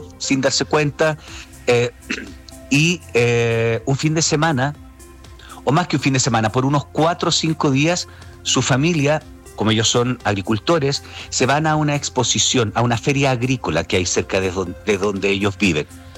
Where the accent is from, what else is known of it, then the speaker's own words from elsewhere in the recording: Temuco, Araucanía, Chile; ¿De qué parte de Temuco soy? Mira, vivo súper cerquita de donde va a ser la presentación. Bueno, mis papás, ¿no?